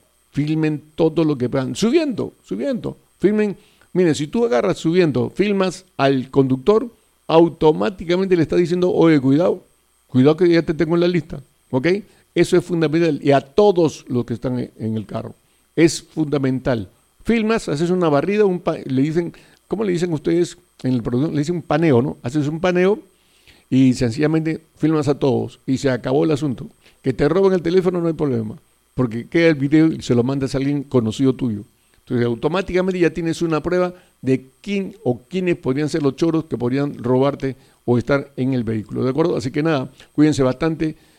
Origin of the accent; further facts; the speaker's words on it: Peru; Somos peruanos